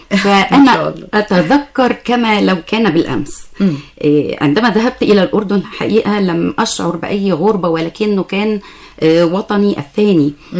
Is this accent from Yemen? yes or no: no; Egypt; عندنا في مصر